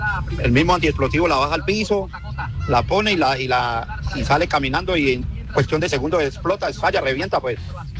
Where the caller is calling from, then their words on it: Santander de Quilichao, Cauca, Colombia; yo soy de Santander de Quilichao